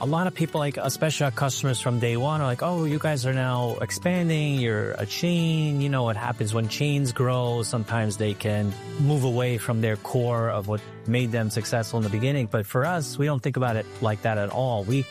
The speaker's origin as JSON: {"language": "English", "town": "Brooklyn", "region": "New York", "country": "United States", "tie": "born or raised there", "said": "Growing up in Brooklyn, you had such a strong sense of community."}